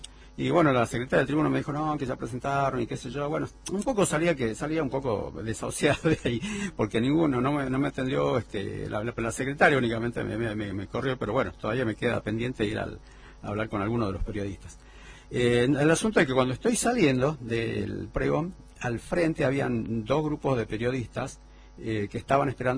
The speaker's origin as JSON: {"language": "Spanish", "town": "Mina Pirquitas", "region": "Jujuy", "country": "Argentina", "tie": "born there", "moved": "yes", "lives_now": "San Salvador de Jujuy, Argentina", "said": "yo nací en Mina Pirquitas."}